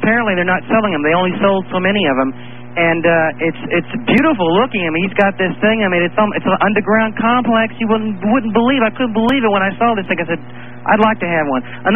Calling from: San Diego, California, United States; I'm in San Diego.

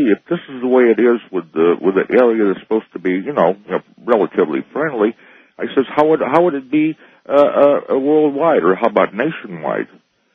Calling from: Oregon, United States; I'm calling you from the Oregon coast.

